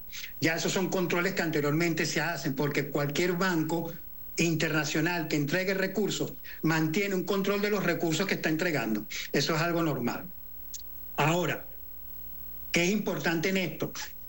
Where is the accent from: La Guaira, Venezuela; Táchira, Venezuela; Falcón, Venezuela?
La Guaira, Venezuela; todas las familias que conozco, porque soy de La Guaira